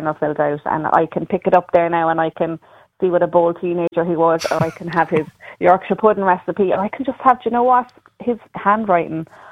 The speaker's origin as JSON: {"language": "English", "country": "Ireland"}